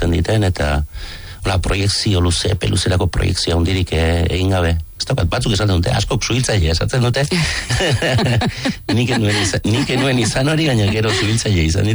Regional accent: Alkiza, Basque Country, Spain; Alkizan jaioa naiz, eta Alkizako festak ziren, musika elkarrekin entzuten genuen lekua, eta txikitako musika hori da, hori batez ere trikitixa, herriko festetako trikitixa.

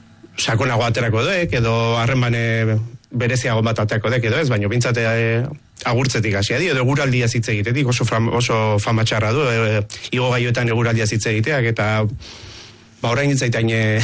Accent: Urretxu, Basque Country, Spain; zelai aristi nire hortzareko frontoia da, uzoko frontoia da, frontoi irekia.

